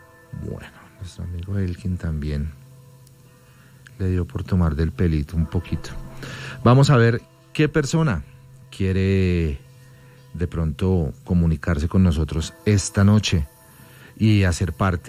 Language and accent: Spanish; Colombia; Somos colombianos, así de sencillo.